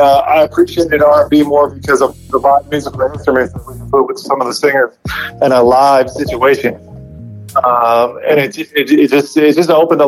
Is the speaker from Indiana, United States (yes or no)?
no; California, United States; So I as a high school kid, man, growing up in the Bay Area, big fan of some of the local rap and hip hop around here.